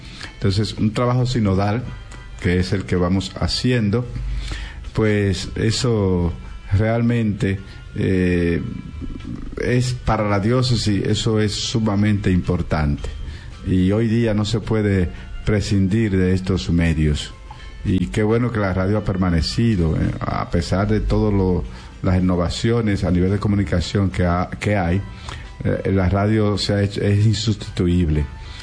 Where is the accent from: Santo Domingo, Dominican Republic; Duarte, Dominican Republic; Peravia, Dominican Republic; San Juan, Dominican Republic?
Duarte, Dominican Republic; San Francisco de Macorís; nosotros que somos, no somos del centro de La Vega, somos de San Francisco y toda esa zona